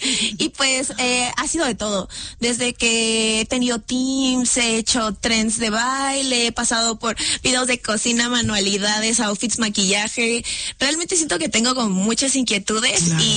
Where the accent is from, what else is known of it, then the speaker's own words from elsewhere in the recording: Mexico; sobre todo aquí en mi país